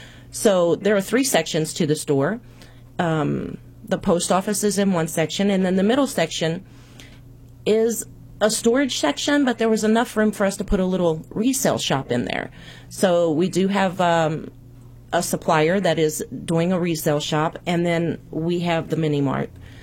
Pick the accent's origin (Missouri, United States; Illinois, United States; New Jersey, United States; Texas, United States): Missouri, United States; Old Mines; now in DeSoto, United States; I grew up in Old Mines.